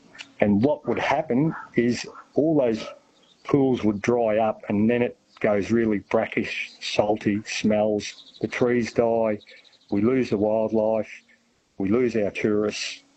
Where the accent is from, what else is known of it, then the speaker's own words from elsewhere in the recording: Jeparit, Victoria, Australia; Jeparit. I grew up there, went to school there, spent my life in Jeparit until I was 17. Both my parents were born and bred in Jeparit. My father lived on the river.